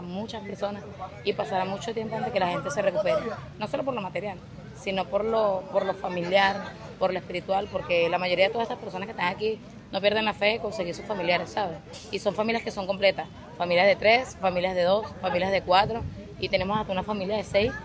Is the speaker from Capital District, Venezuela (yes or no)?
yes; Caracas, Capital District, Venezuela; moved away; Yo no soy de aquí, yo soy de Caracas.